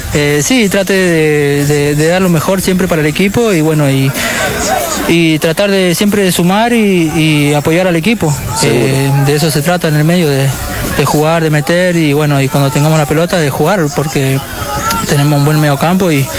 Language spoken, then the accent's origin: Spanish; Chapanay, Mendoza, Argentina; moved away; Soy de San Martín, Mendoza, vengo de un pueblo que se llama Chapanay